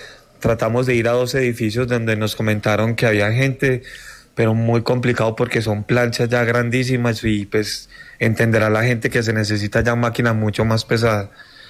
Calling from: Pereira, Risaralda, Colombia; los que somos de Pereira

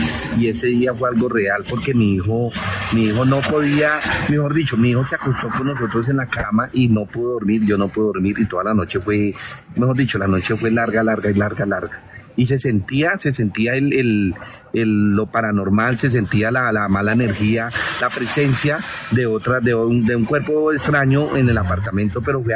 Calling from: Ibagué, Tolima, Colombia; Desde la capital musical de Colombia.

